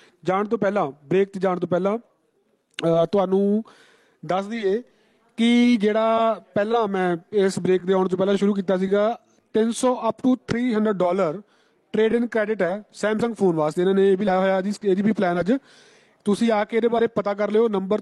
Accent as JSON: {"language": "Punjabi", "region": "Punjab", "country": "India", "tie": "born or raised there", "said": "ਜਦੋਂ ਮੈਂ ਛੋਟਾ ਹੁੰਦਾ ਸੀ ਨਾ, ਅਤੇ ਸਾਡੇ ਇਲਾਕੇ 'ਚ ਇੱਕ ਸ਼ਹਿਰ ਪੈਂਦਾ ਛੋਟਾ ਜਿਹਾ, ਖੰਨਾ ਟਾਊਨ ਹੈ, ਜਿਹੜੇ ਮੇਰੇ ਇਲਾਕੇ ਦੇ ਨੇ ਉਹਨਾਂ ਨੂੰ ਪਤਾ ਹੋਊਗਾ"}